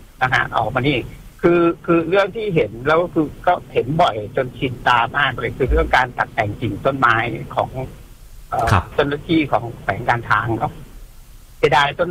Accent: Wang Pong, Phetchabun, Thailand; กลับบ้านที่เพชรบูรณ์ที่วังโป่งวันนี้ก็ใช้เส้นทางยาวหน่อยจากปลาจีนถึงเพชรบูรณ์หลายกิโล

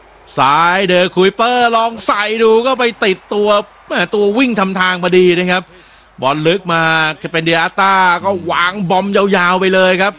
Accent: Bangkok, Thailand; now in Samut Prakan, Thailand

